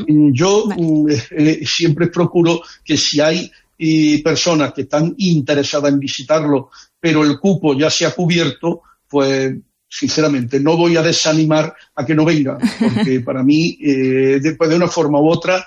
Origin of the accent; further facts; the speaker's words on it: Antequera, Andalusia, Spain; los tres somos residentes de Antequera